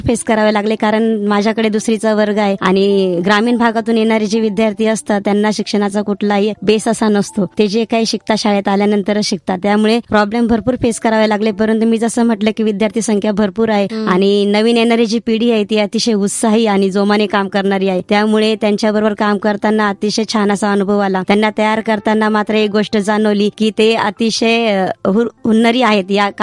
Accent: Nashik, Maharashtra, India; मी proper नाशिकचीच, Nashik मध्येच माझं बालपण गेलं. काही वर्ष जुन्या नाशिकात होते, नंतर सिडको सारख्या ठिकाणी माझं बालपण गेलं.

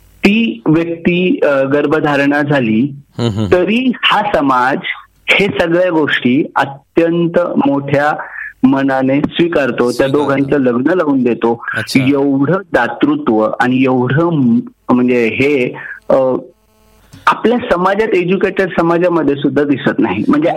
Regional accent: Beed, Maharashtra, India; मी ज्या जिल्ह्यातून आलो त्या जिल्ह्याचं नाव आहे बीड. बीडचा अर्थ होतो भीर, बीडचा अर्थ होतो पाणी. पाण्याचा प्रदेश असणारा म्हणजे 1947 पर्यंत निजामाच्या ताब्यात असताना हा पाण्याचा प्रदेश होता

